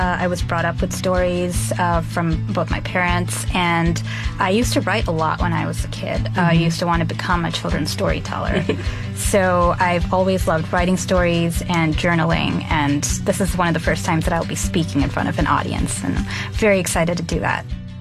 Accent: Michigan, United States; born there; also born or lived in New Delhi, India; I was born in Michigan, but I've partly grown up in Michigan and in New Delhi, India. I moved back to Michigan for college, and I studied economics and French at the University of Michigan.

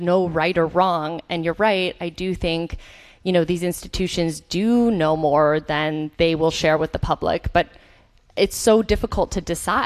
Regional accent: Chicago, Illinois, United States; born or raised there; moved away as an adult

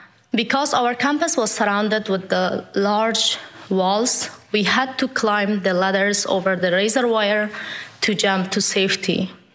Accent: Afghanistan; I am from Afghanistan.

